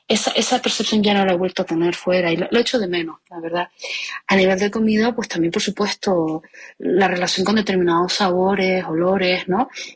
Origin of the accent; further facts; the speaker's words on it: Canary Islands, Spain; moved away as an adult; also born or lived in United States; now in Seville, Spain; Yo en mi caso, bueno, ahora mismo vivo en Sevilla, pero llevo 32 años viviendo fuera de las islas, entre Península y Estados Unidos.